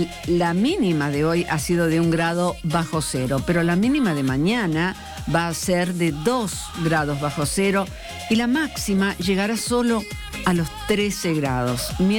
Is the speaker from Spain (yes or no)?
no; Argentina; en la calle somos todos argentinos